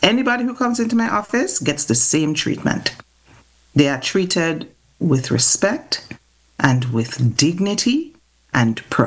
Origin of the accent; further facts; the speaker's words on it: Antigua & Barbuda; I was born and raised in Antigua